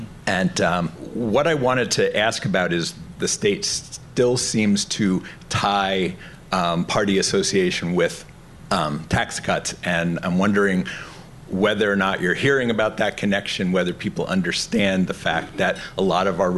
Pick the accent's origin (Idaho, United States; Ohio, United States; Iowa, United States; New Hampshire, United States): New Hampshire, United States; Brentwood; I'm from Brentwood, New Hampshire.